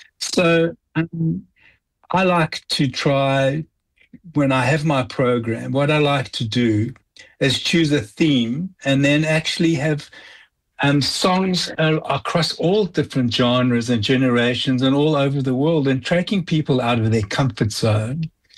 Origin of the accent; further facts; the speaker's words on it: Johannesburg, Gauteng, South Africa; moved away; I immigrated from South Africa, Johannesburg, almost 40 years ago, very close to that.